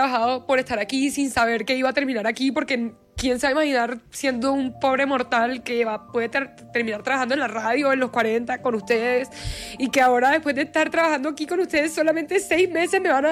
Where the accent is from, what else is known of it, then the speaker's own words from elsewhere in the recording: Caribbean Region, Colombia; Y mucho menos siendo yo misma, siendo costeña, siendo alborotada, siendo loca, siendo como soy.